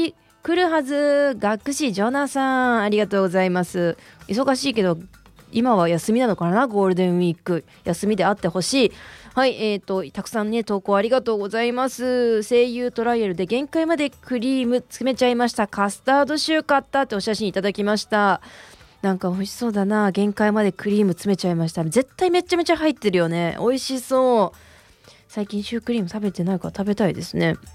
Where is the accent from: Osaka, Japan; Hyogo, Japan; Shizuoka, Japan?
Hyogo, Japan; Himeji; あと私姫路出身なんですけれども、